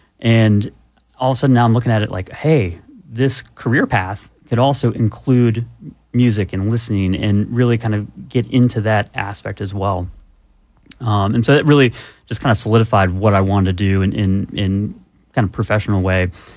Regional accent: Indiana, United States; I got lucky and landed a job as a medical assistant in a local ENT's office in my hometown in Indiana.

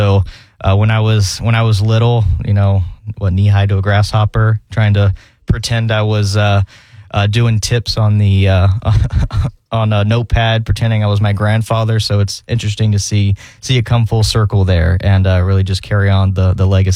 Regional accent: Jacksonville, Florida, United States; Well, and I'm born and raised in Jacksonville. This is my home. It's the home I've always known.

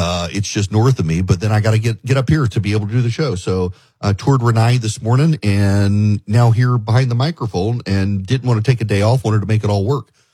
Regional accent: Dubai, United Arab Emirates; So I grew up in Dubai. When I was a kid, you could make a phone call from Dubai to Tel Aviv.

